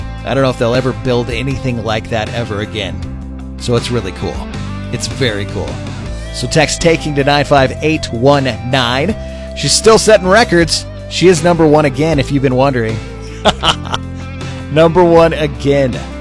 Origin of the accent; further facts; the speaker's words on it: Colorado, United States; born there; Colorado, my home state